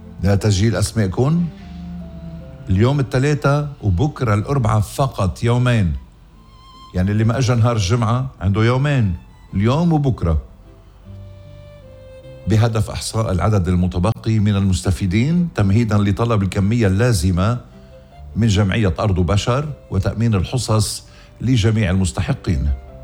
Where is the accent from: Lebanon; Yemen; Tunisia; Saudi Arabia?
Lebanon; آخ يا بلدي لبنان ويسعد صباحك يا ابن بيروت حسام.